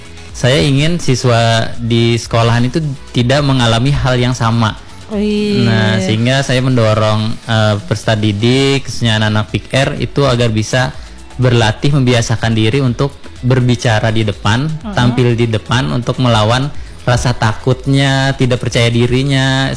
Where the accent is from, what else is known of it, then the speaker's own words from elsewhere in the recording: Palangkaraya, Central Kalimantan, Indonesia; lahir dan besar di Kota Palangkaraya